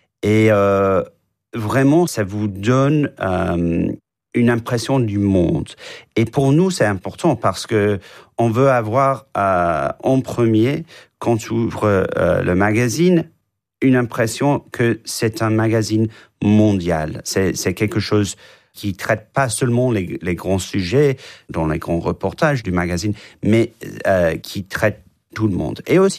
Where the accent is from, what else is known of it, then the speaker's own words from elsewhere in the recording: England, United Kingdom; Et comme j'ai dit, j'ai grandi en Angleterre et j'ai vu la même chose qui se passe là-bas.